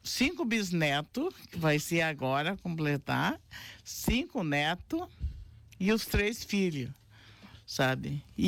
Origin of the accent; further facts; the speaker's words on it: Soledade, Rio Grande do Sul, Brazil; Isso é a minha terra. Soledade é a minha terra, é meu chão.